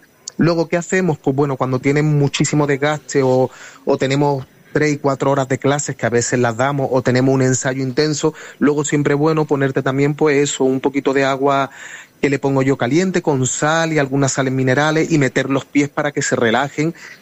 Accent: Granada, Andalusia, Spain; porque yo soy de Granada, del barrio del Sacromonte

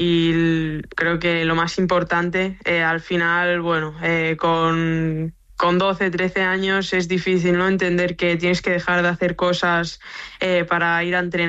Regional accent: Lloret de Mar, Catalonia, Spain; also born or lived in Blanes; Sí, nací en Blanes, pero bueno, de siempre he estado en Lloret. Y bueno, es mi pueblo, Lloret de Mar.

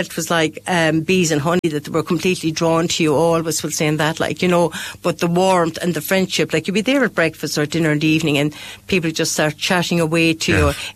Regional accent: Ireland; Obviously for us in Ireland, you know, the cost of flying there

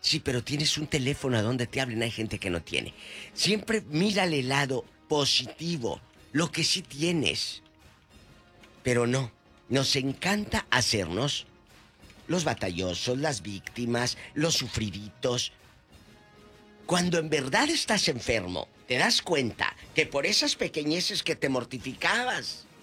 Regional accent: Matamoros, Tamaulipas, Mexico; De Matamoros, de mi tierra.

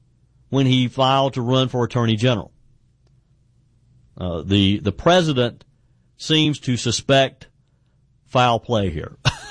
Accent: South Carolina, United States; this has been part of the narrative in my home state of South Carolina

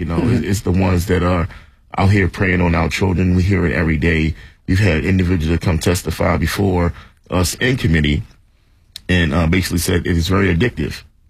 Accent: Baltimore, Maryland, United States; me, myself, born and raised in East Baltimore and growing up in certain environments

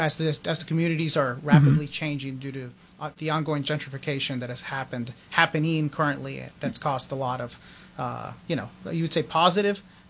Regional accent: West Lafayette, Indiana, United States; also born or lived in Buffalo, New York; grew up in Indiana, actually. And I was there because my folks worked for Purdue University. And so I grew up there in West Lafayette, which is the city that the university is in.

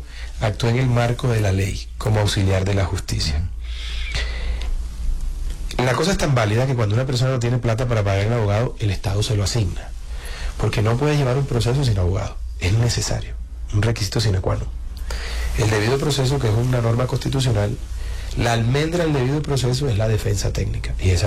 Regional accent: Montería, Córdoba, Colombia; also born or lived in Bogotá / Barranquilla; Yo también soy monteriana.

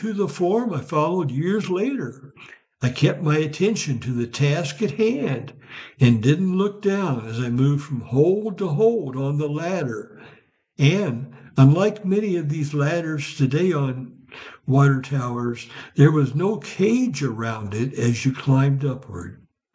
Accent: Ursa, Illinois, United States; my hometown of Ursa, Illinois.

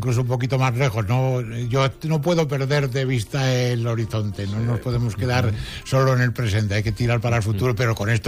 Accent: Teruel, Aragon, Spain; Para mí, Albarracín está ahí al lado, a la puerta de mi casa. Yo soy nacido en Teruel, en el centro de Teruel, Albarracín.

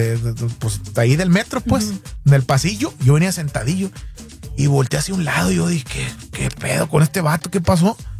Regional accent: Estación Capomas, Sinaloa, Mexico; Ah, pero acuérdate que yo soy de Estación Capomas, Wasabe, Sinaloa, México, el ombligo del mundo, ¿no?

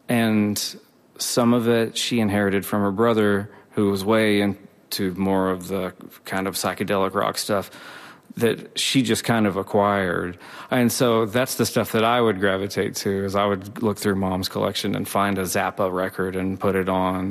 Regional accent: Bearden, Oklahoma, United States; growing up in Bearden, not even Okemah

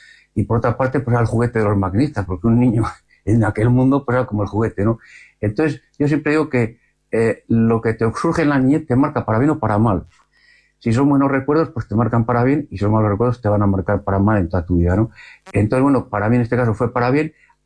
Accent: Alsasua, Navarre, Spain; born there; yo me centraría más de mi niñez en Alsasua

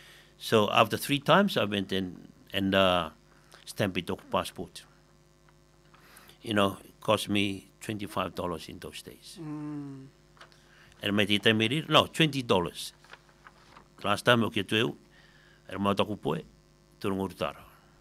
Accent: Cook Islands; born there; moved away; I'm a Australian citizen, I'm a New Zealand citizen. Place of birth, Cook Island.

